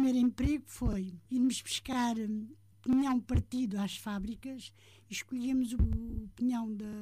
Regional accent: Alcácer do Sal, Setúbal, Portugal; now in Sesimbra, Portugal; Eu nasci em 1945, em Alcácer do Sal, vim para Sesimbra com 16 anos.

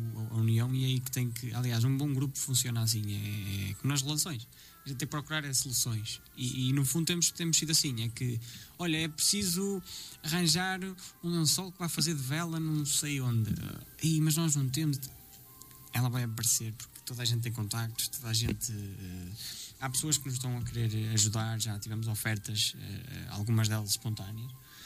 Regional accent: Portugal; nós somos portugueses

